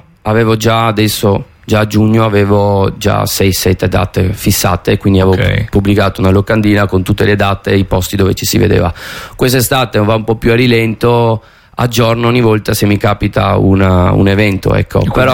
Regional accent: Trieste, Friuli-Venezia Giulia, Italy; anche se sono di Trieste

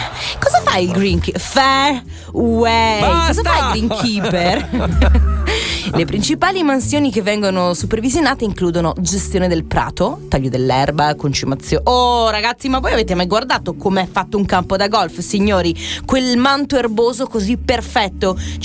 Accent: England, United Kingdom; Italian is a second language; Grazie, come va? Sì, sì, sono inglese.

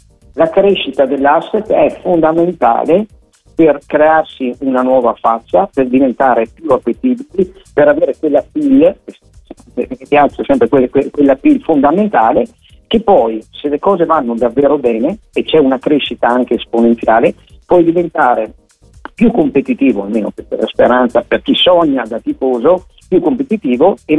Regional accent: Verona, Veneto, Italy; Da veronese, da tifoso dell'Hellas

